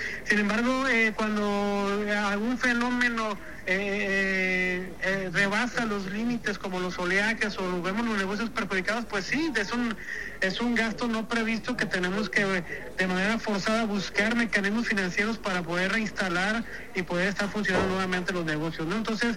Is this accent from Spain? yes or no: no; Jalisco, Mexico; pues yo soy del estado de Jalisco